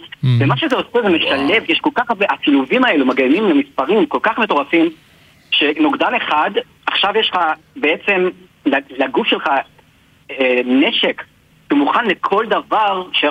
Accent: Beit Shemesh, Jerusalem District, Israel; אני נולדתי, גדלתי בבית שמש, להורים אמריקאים.

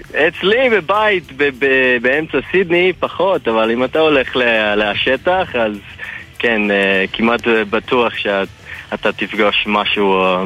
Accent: Australia; Hebrew is a second language; moved away as an adult; now in Israel; כל המשפחה של אבא שלי פה בארץ, אז כן, נולדתי וגדלתי באוסטרליה, אבל כל שנתיים, שלוש שנים אנחנו באנו לפה לבקר סבתא, דוד, דודה

